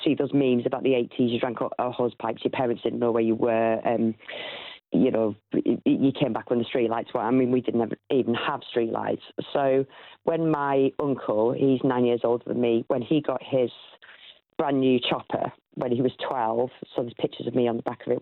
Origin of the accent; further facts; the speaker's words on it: North West England, United Kingdom; Which brings us on to growing up in Cumbria in the pubs. So yeah. Our tiny, tiny village pub is about the size of, you know